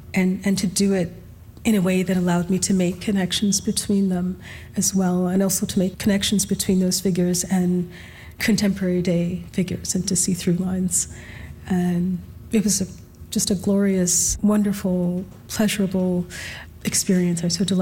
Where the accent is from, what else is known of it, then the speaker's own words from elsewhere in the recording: Alberta, Canada; born and raised in Alberta.